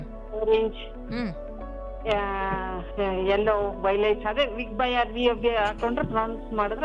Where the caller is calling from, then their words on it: Bengaluru, Karnataka, India; ಬೆಂಗಳೂರಿಂದ.